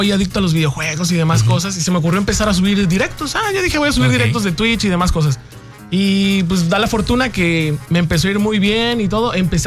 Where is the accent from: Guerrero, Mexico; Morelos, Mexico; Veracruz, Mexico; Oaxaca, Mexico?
Veracruz, Mexico; Xalapa; moved away as an adult; now in Veracruz, Mexico; yo soy de Jalapa, mi esposa es de Coatepec